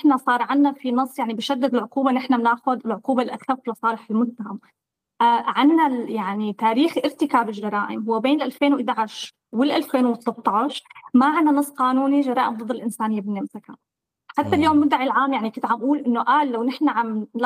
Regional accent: Syria; كسوريين وسوريات

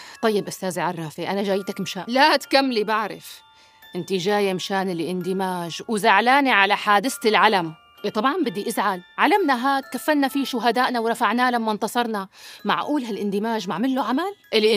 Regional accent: Syria; حظنا كسوريين

